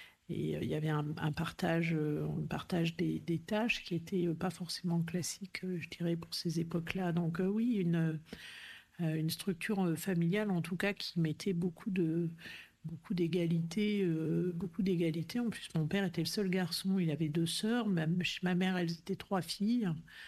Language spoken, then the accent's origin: French; Clermont-Ferrand, Auvergne-Rhône-Alpes, France; also born or lived in Aveyron; Alors, j'ai grandi à Clermont-Ferrand, enfin majoritairement, puisque mes parents, mon père avait été muté à Clermont.